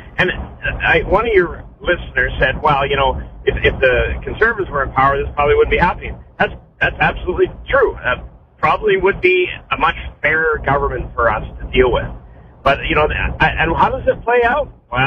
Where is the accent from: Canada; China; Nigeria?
Canada; Alberta; I'm originally from Alberta, and I understand the sentiment there. I was growing up in Alberta in the late 70s when separation was a serious discussion they were having at that time.